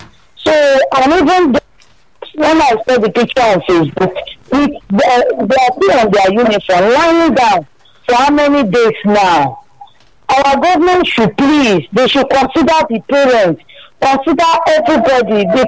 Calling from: Lagos, Nigeria; Yes, I'm coming from Abulegba.

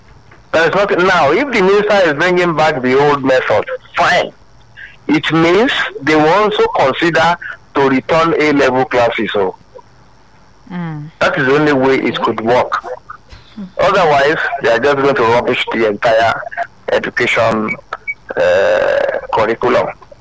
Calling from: Agbado, Ogun, Nigeria; from Agbado.

